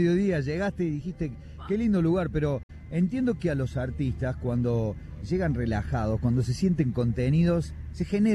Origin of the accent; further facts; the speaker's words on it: Buenos Aires, Argentina; Digo, que el hecho, como bonaerense, ajá, de que el folclore llegue a la capital